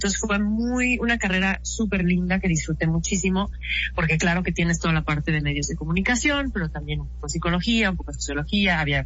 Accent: Cancún, Quintana Roo, Mexico; born there; moved away as an adult; also born or lived in Mexico City, Mexico / London, United Kingdom; Sí, soy de Ciudad de México realmente, pero sí, desde los 10 años llegamos a Cancún.

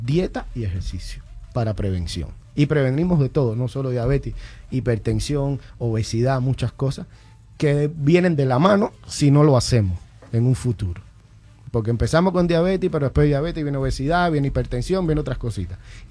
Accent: Cuba; Yo soy cubano, nosotros los cubanos adictos al pan. Es, viene siendo nuestra idiosincrasia.

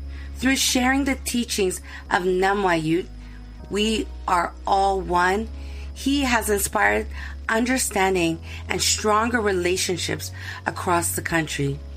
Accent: British Columbia, Canada; from Gwasala and Nishka, Kosalish and Cree.

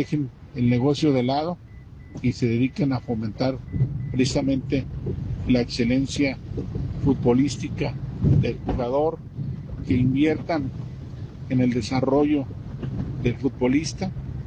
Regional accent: Michoacán, Mexico; soy michoacano.

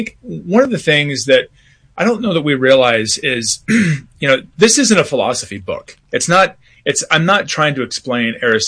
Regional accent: Columbus, Ohio, United States; Yeah, so I grew up in Columbus, Ohio.

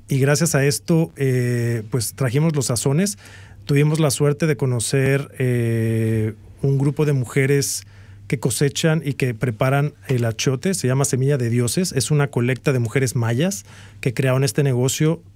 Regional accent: Mexico; moved away as an adult; now in Canada; yo vengo de México.

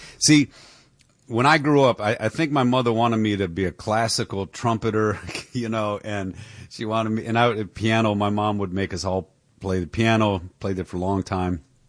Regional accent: Detroit, Michigan, United States; growing up in Detroit

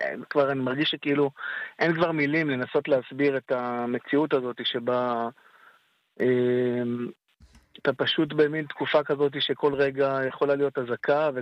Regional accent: Kiryat Shmona, Northern District, Israel; moved away; אני כשנולדתי וגדלתי בקריית שמונה

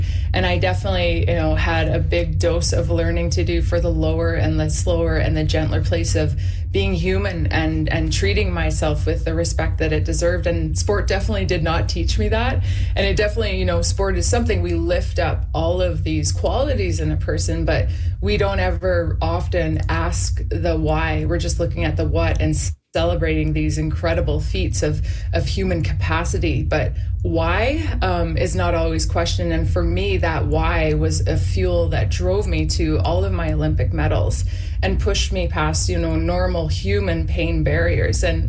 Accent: Winnipeg, Manitoba, Canada; moved away; My roots are forever planted in prairie soil and my hometown of Winnipeg.

